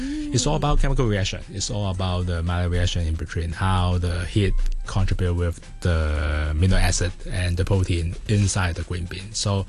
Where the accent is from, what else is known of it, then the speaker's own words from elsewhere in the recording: Hong Kong; once it's in Hong Kong, mm-hmm. my hometown.